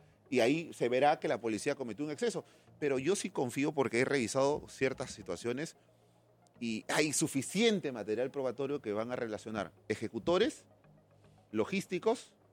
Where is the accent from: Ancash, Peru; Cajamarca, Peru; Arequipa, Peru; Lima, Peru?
Lima, Peru; yo vengo de la zona Lima Norte. Yo soy de la parte de Puente Piedra de Zapayal.